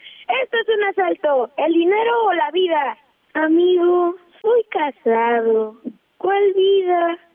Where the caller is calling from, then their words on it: Tecámac, State of Mexico, Mexico; De Ojo de Agua.